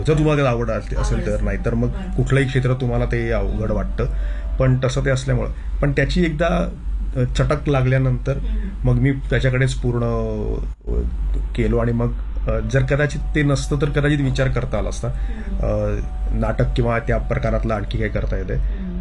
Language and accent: Marathi; Talegaon Dabhade, Maharashtra, India; मी अर्थात तळेगाव, दाभडे मी मला म्हटलं या माझ्या गावात होतो, ते पण खूप महत्वाचं गाव आहे. गोनी दांडेकर, ज्यांना आप्पा दांडेकर म्हणतो, ते आमच्या गावचे, आमच्या तळेगावमध्ये